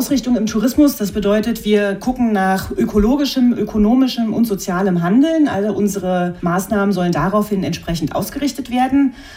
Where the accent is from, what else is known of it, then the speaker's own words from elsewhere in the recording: Berlin, Germany; born there; moved away as an adult; now in Karlsruhe, Germany; bin gebürtige Berlinerin und überzeugte Wahlkarlsruherin, bin Touristikerin aus Leidenschaft, seit über 25 Jahren in Baden-Württemberg und in der Region Karlsruhe unterwegs